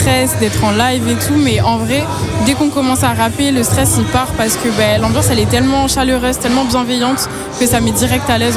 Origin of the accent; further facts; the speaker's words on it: Floirac, Nouvelle-Aquitaine, France; j'ai grandi en banlieue de Bordeaux, dans une ville qui s'appelle Floirac.